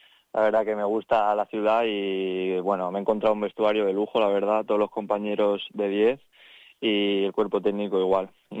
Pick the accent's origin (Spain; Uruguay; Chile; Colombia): Spain; San Juan de Alicante, Valencian Community; also born or lived in Mutxamel; Empecé ahí en un equipo de mi pueblo, en San Juan, que ahora es el Intercity, cambiaron de nombre.